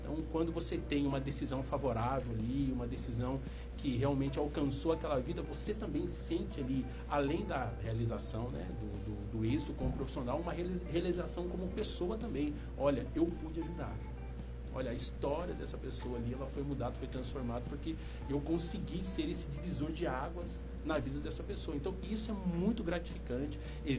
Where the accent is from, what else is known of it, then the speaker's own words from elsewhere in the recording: Brazil; como, né, brasileiros